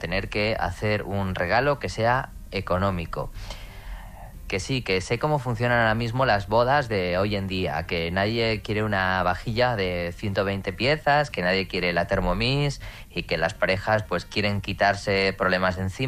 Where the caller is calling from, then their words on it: Salamanca, Castile and León, Spain; Nosotros somos de Salamanca y la boda es en Madrid